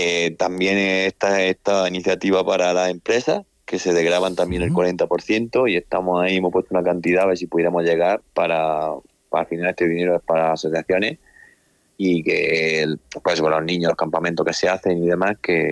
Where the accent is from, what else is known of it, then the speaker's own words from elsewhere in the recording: Moratalla, Region of Murcia, Spain; Yo soy muy murciano, soy de Moratalla, he vivido la mitad de mi vida en Moratalla y la otra mitad en Murcia.